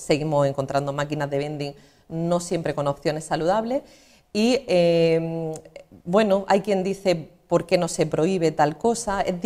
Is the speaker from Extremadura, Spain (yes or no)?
no; El Ejido, Andalusia, Spain; yo vengo de una pedanía de Elegido, de La Noria, este año cumplo 11 años atendiendo en consulta a gente como dietista, nutricionista